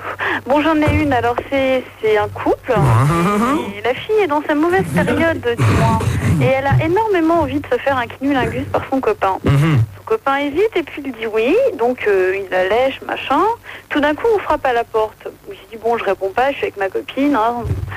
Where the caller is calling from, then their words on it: Paris, Île-de-France, France; j'ai 19 ans, j'appelle de Paris.